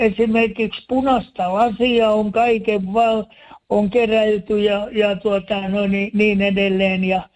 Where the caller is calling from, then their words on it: Tampere, Pirkanmaa, Finland; Kun olen Tampereelta